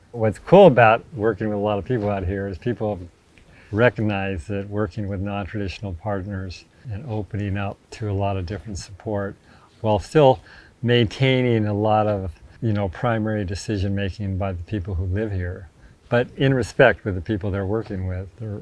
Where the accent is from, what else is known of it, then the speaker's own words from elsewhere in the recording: Montana, United States; Whereas now, you know, I'm from the Musselshell watershed, central Montana, and, you know, I'm part of a community that goes north and south of the Missouri River.